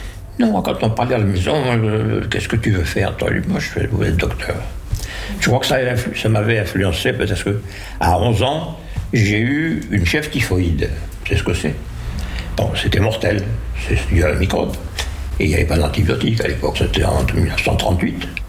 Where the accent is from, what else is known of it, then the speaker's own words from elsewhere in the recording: Tlemcen, Tlemcen Province, Algeria; moved away as an adult; also born or lived in Algiers, Algeria / Montpellier, France; now in France; Je suis né en Algérie, en 27. 19 ans, bien sûr. J'ai 98 ans. Je suis en Algérie. J'ai fait une partie de mes études primaires et secondaires en Algérie, une ville qui s'appelle Tlemcen.